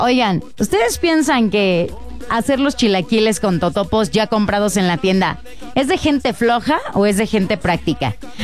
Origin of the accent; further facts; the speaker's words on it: Morelia, Michoacán, Mexico; now in Pachuca, Mexico; En Morelia también se utiliza, pero me parece que la he visto más aquí en Pachuca que en mi tierra.